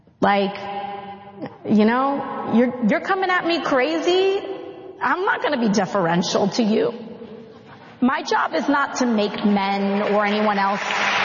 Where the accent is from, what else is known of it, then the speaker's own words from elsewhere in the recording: The Bronx, New York, United States; And of course, I'm a woman. And of course, I'm Latina. And I'm from the Bronx.